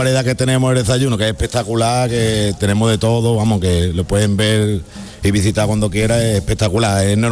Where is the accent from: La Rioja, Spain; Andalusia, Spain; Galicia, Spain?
Andalusia, Spain; yo soy un pueblo de Cádiz